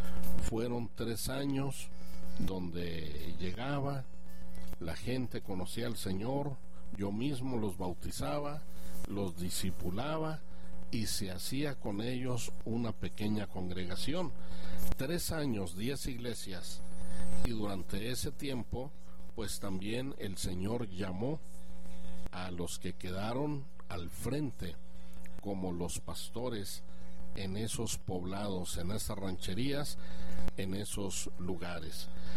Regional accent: Chihuahua, Mexico; Comencé evangelizando en mi ciudad natal, que es Chihuahua

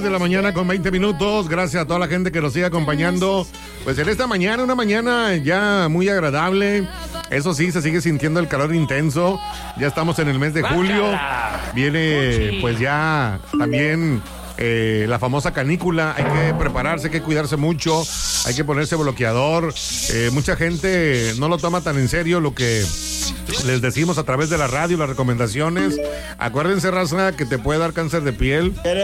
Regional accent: Mexico; Soy mexicano. Soy Mexican. Soy mexicano.

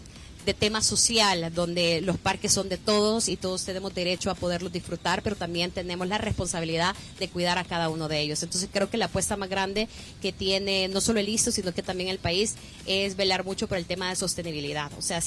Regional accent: El Salvador; nosotros como salvadoreños

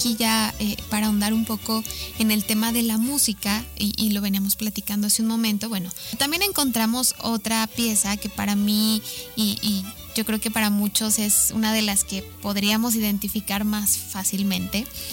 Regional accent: Aguascalientes, Mexico; los que somos de aquí de Aguascalientes, tenemos tal vez a un abuelo

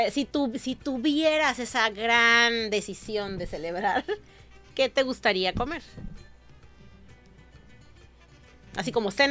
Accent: Mexico

